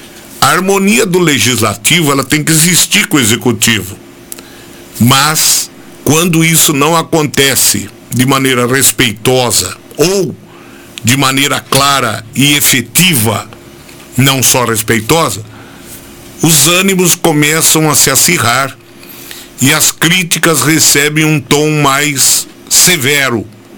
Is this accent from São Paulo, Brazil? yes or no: yes; Capivari, São Paulo, Brazil; also born or lived in Rafard; Eu sou daqui. Eu não posso, eu sou de Capivari. Meus filhos nasceram lá. Entenderam? Eu tenho residência em Capivari. Eu tenho residência em Rafar.